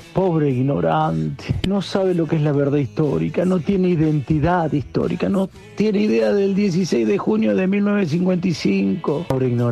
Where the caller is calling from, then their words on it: San Carlos de Bariloche, Río Negro, Argentina; de Bariloche.